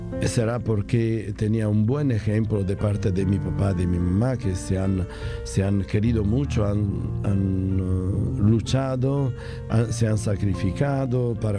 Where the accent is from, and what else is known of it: Italy; born or raised there; moved away